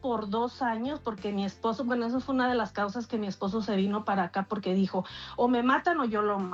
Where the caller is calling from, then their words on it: Colorado, United States; hablo de Colorado.